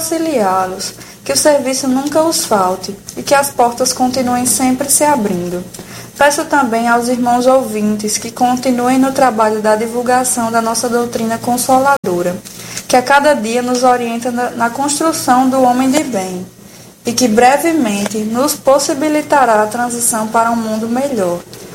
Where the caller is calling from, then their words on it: Natal, Rio Grande do Norte, Brazil; sou de Natal, Rio Grande do Norte.